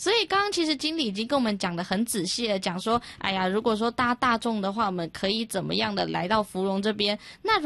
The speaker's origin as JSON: {"language": "Chinese", "region": "Yilan County", "country": "Taiwan", "said": "其实从宜兰过去我开车也不远啦，我常常有时候开着开，因为我宜兰人，"}